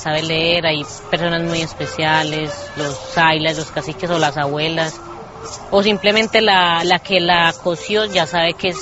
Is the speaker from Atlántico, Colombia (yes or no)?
no; Caimán Nuevo, Antioquia, Colombia; born there; Yo nací allá en Urabá, en Ibigundiwala, Caimán Nuevo, crecí en ciudad, pero yo iba todas las vacaciones a la comunidad.